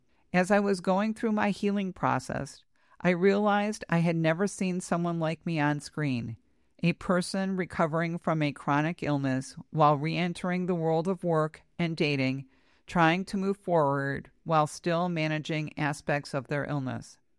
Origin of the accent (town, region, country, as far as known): Connecticut, United States; born or raised there